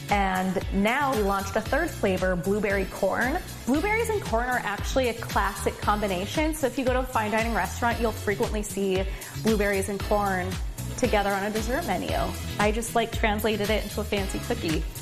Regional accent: Beulah, North Dakota, United States; I grew up in Beulah, North Dakota, and there was not a lot to do.

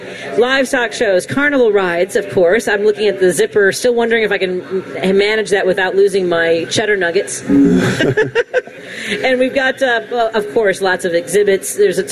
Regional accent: Chicago, Illinois, United States; because, you know, I grew up in Chicago.

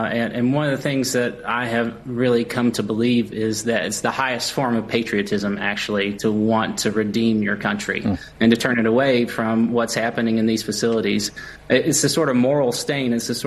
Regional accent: United States; as an American

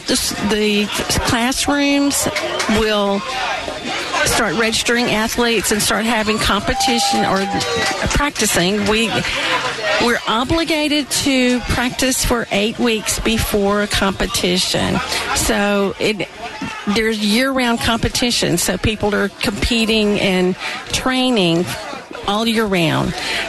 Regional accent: Augusta, United States; I'm actually from Augusta

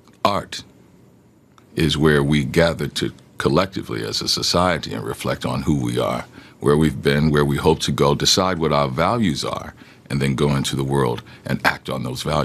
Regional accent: Louisiana, United States; And in my state, 45,000 people, I'm from Louisiana, 45,000 people had voted.

